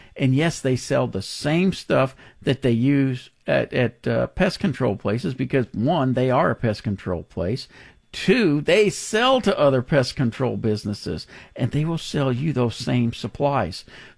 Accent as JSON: {"language": "English", "region": "Texas", "country": "United States", "tie": "born there", "also_born_or_lived": "Minnesota / Florida", "said": "And yes, I am from Minnesota originally. I went from Minnesota, started the fourth grade in Florida, started the ninth grade in school here in Texas. And, you know, really, Texas is where I grew up and where I call home and have ever since."}